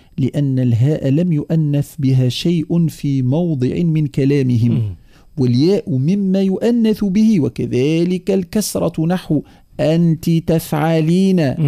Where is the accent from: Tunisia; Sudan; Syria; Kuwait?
Tunisia; accent: Tunisian; ولهجتنا التونسية